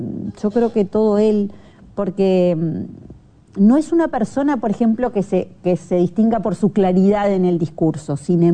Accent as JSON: {"language": "Spanish", "country": "Uruguay"}